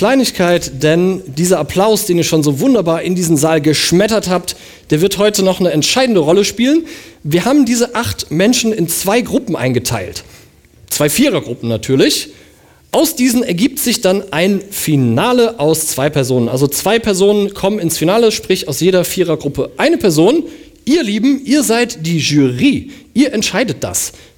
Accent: Southern Germany, Germany; wie ich als Süddeutscher eigentlich natürlicherweise sagen würde.

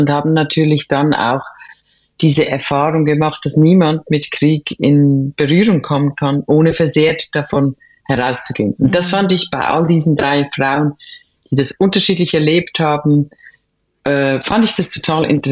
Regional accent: Switzerland; moved away as an adult; now in Cologne, Germany; Bin ich Schweizerin, aber man würde es nicht denken, ich lebe seit 25 Jahren oder mehr als 25 Jahren in Köln, weil ich dort an der KHM studiert habe

